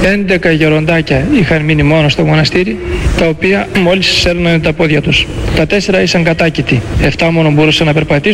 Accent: Thessaly, Greece; now in Mount Athos, Greece; Περισσότεροι μας είμαστε Θεσσαλοί και μάλιστα από την περιοχή των Τρικάλων, κοντά στα Μετέωρα.

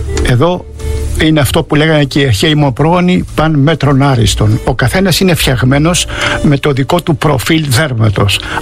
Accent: Piraeus, Attica, Greece; Είμαι Πειραιώτης γέννημα θρέμμα.

